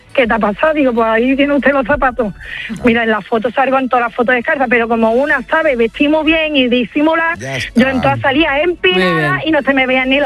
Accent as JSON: {"language": "Spanish", "town": "Huelva", "region": "Andalusia", "country": "Spain", "said": "Somos de Huelva, pero vamos, medio lepero"}